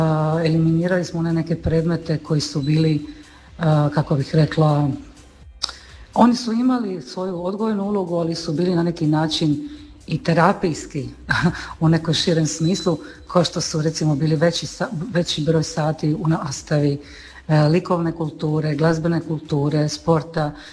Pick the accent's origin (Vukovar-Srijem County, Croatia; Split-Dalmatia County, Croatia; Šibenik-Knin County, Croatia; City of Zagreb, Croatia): Split-Dalmatia County, Croatia; Split; iz Splita sam pa je to lokacija gdje mi šetamo i penjemo se kad imamo snage.